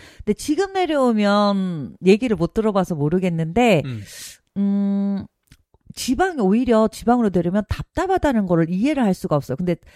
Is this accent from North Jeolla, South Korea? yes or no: yes; Jeonju, North Jeolla, South Korea; 저희 고향인 전주